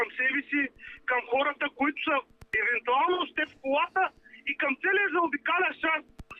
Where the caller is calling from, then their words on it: Plovdiv Province, Bulgaria; живея в Пловдивски окръг.